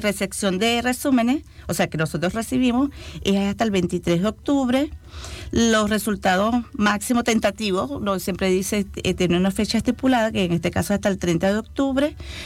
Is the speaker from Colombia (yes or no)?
no; Venezuela; now in Chile; Yo soy de Venezuela y estoy trabajando en la Universidad de Los Lagos desde el año 2018